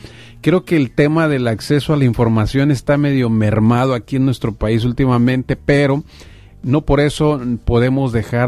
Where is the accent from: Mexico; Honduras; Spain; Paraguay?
Mexico; nosotros como mexicanos